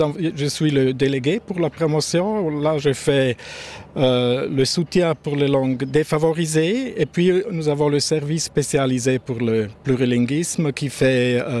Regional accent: Rueras, Graubünden, Switzerland; De cette région où nous sommes maintenant, de la Surselve, de Rueres.

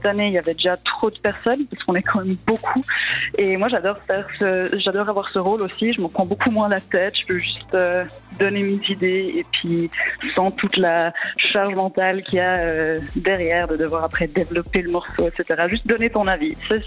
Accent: La Chaux-de-Fonds, Neuchâtel, Switzerland; Moi, je viens de la Chaux-de-Fonds

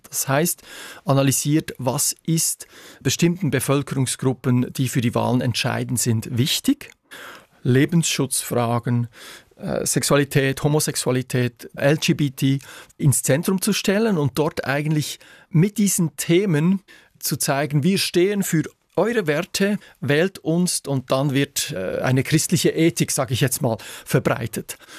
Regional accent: Switzerland; Ich bin ein Patriot, ich bin gerne Schweizer, ich bin stolzer Schweizer, aber das ist nicht das Höchste.

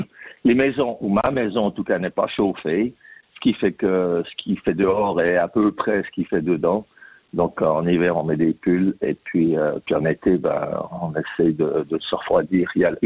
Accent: Crissier, Vaud, Switzerland; moved away as an adult; now in Brisbane, Australia; j'ai grandi à Lausanne, à Crissier. Puis je suis venu ici en Australie après avoir fait un tour du monde.

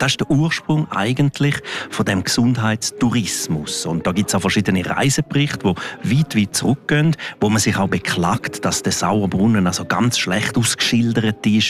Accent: Graubünden, Switzerland; Ich bin in einem Hotel aufgewachsen am Julia Pass, Pferdewechselstation.

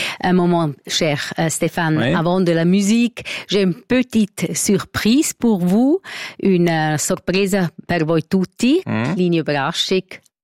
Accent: Graubünden, Switzerland; ich bin in Engadin aufgewachsen, als Bergmeitli.

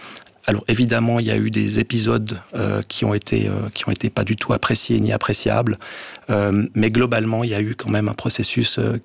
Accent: Jura, Switzerland; on est jurassien, on a la même culture, on a le même territoire, la même langue.

